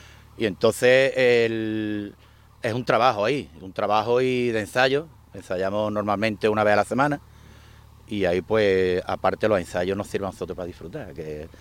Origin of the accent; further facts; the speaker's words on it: Puerto Real, Andalusia, Spain; yo soy de Puerto Real.